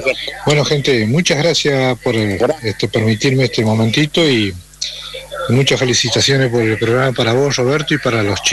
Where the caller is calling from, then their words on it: Viale, Entre Ríos, Argentina; yo soy acá de Viale